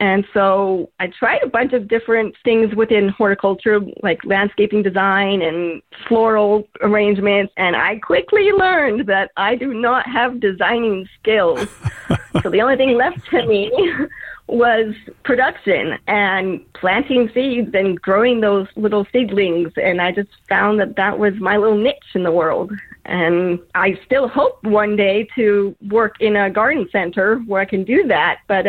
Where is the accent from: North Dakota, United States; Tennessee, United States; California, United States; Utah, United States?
Utah, United States; West Valley City; I'm from West Valley City, Utah